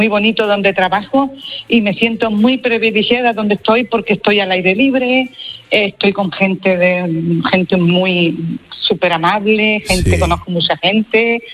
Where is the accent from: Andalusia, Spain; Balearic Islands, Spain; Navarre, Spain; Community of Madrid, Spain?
Andalusia, Spain; moved away as an adult; No, soy, me gusta mucho hablar, yo soy andaluza, yo estoy aquí, vine aquí buscando trabajo y ya me quedé aquí.